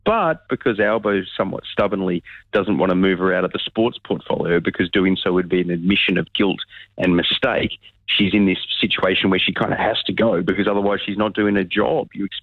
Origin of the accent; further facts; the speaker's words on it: Sydney, New South Wales, Australia; also born or lived in Western Australia; I'm from Sydney, but spent a lot of time in WA, but don't go for the Dockers.